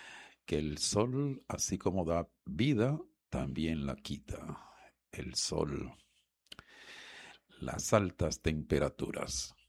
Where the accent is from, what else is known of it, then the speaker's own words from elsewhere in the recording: Cartagena, Bolívar, Colombia; los cartageneros somos los perjudicados